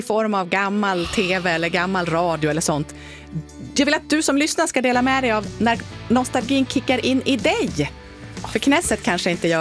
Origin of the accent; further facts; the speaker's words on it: Yttermalung, Dalarna County, Sweden; jag växte upp i Yttermalung, kanske typ det här åren 95-97 någonstans där.